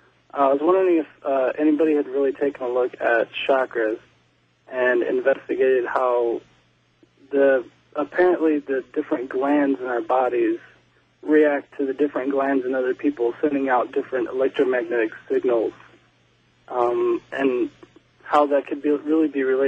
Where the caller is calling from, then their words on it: Nashville, Tennessee, United States; I'm calling from Nashville.